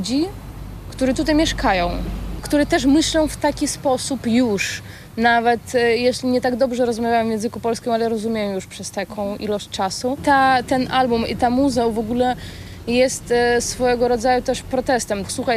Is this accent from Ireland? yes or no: no; Belarus; Polish is a second language; now in Poland; w codzienności rozmawiam w języku białoruskim oraz w języku polskim. Nie udaję siebie za Polkę. Jestem Białorusinką